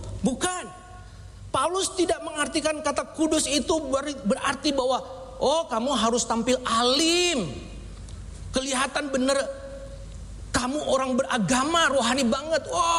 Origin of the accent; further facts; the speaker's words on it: Manado, North Sulawesi, Indonesia; Saya ini orang kampung saudara. Jadi bayangan kalau orang kampung tinggalnya di kota. Nah, saya dari Manado yang Pak Edi bilang itu tempatnya itu enggak ada dalam peta waktu itu.